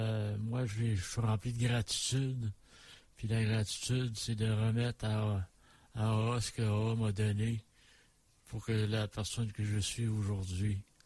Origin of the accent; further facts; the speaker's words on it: Quebec City, Quebec, Canada; Je viens de Québec.